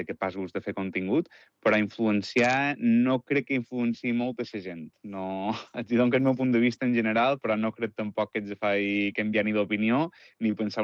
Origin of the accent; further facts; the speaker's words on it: Sineu, Balearic Islands, Spain; I jo he nascut i m'he criat i visc encara dia d'avui a Sineu.